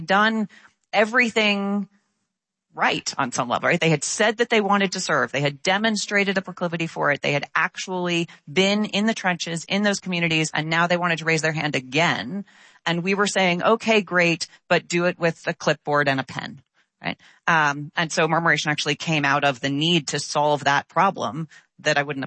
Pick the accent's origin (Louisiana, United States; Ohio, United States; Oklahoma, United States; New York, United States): New York, United States; New York City; I'm born and raised in New York, I got to see parts of the city that I had always called home, in which I had never set foot.